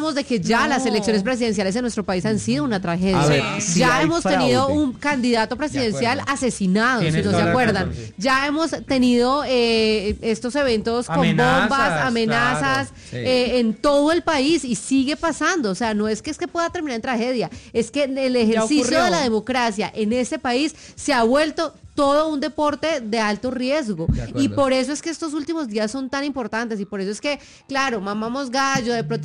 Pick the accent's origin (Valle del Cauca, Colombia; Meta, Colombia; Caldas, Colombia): Caldas, Colombia; Manizales; el otro día venía de Manizales, yo soy de Manizales para los que no saben